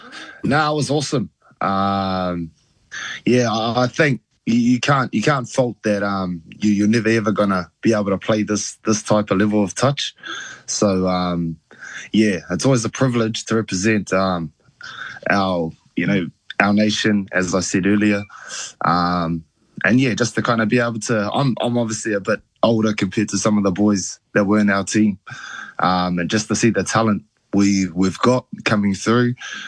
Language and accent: English; New Zealand; born there; I'm born in New Zealand, based in New Zealand.